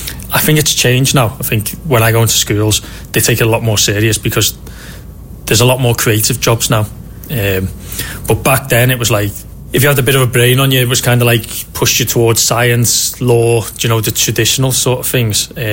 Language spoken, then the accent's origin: English; Bolton, North West England, United Kingdom; moved away as an adult; also born or lived in Liverpool / Aberdeen / London; I was born in Liverpool, brought up in the Bolton area